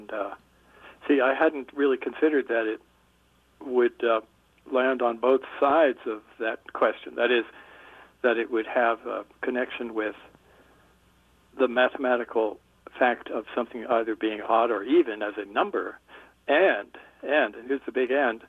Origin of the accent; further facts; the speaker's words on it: New Jersey, United States; You know, from early childhood on, I grew up in on the East Coast, New Jersey, and started to use small telescopes there